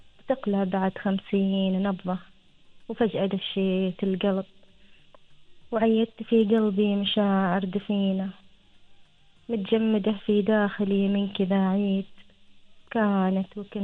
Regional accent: Oman; احنا كعمانيين عاداتنا تقريبا متشابهة

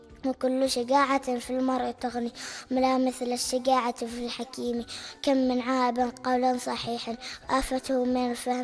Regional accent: Oman; لانهم من بلدي عمان الحبيبه

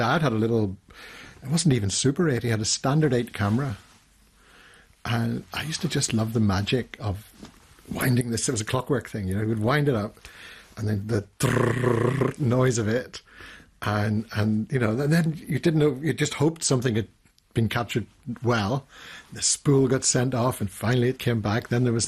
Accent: Northern Ireland, United Kingdom; I am Irish, and I was born in what a lot of people call Northern Ireland. I don't like to think of it as Northern Ireland.

